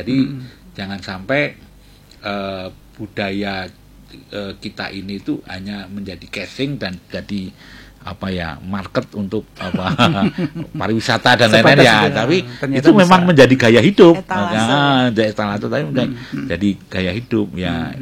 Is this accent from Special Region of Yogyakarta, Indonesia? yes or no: yes; Yogyakarta, Special Region of Yogyakarta, Indonesia; identitas budaya kita sebagai orang Jogja